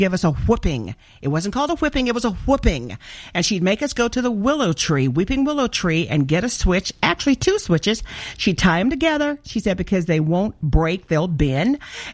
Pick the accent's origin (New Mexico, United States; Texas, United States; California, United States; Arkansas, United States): Arkansas, United States; Listening to Dr. Mark Jobe made me think about growing up in Arkansas, you know, and I thank God for the discipline my mom gave us.